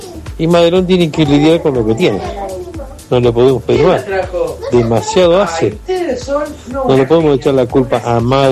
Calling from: Villa Constitución, Santa Fe, Argentina; de Villa Constitución.

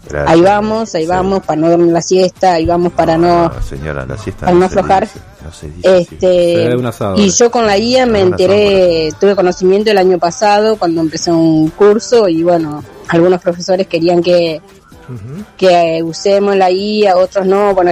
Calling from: Santa Fe, Argentina; de Barrio Belgrano, 723.

